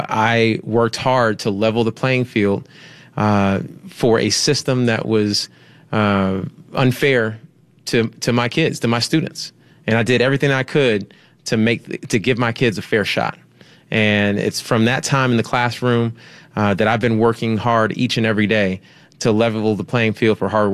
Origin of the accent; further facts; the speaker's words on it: Columbus, Georgia, United States; It started in Columbus, Georgia. I was raised on the South Side by 2 parents who didn't go to college